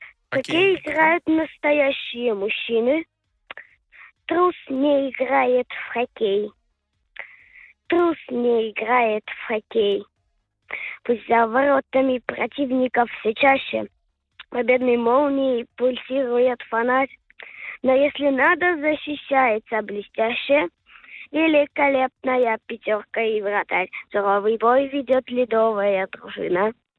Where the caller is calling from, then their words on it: Moscow, Russia; Я из Москвы